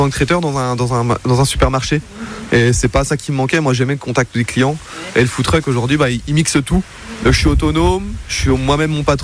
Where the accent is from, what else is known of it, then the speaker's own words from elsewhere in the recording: Épinal, Grand Est, France; born there; Je suis vosgien. Je suis pas originaire d'ici, moi je suis né à Épinal, qui est à 30 minutes d'ici. Ouais. Et moi et ma compagne, on a dû s'installer dans un petit village d'Ailé. On a de la place, on a un petit peu de voisins, on a un terrain, de la verdure, on a les champs.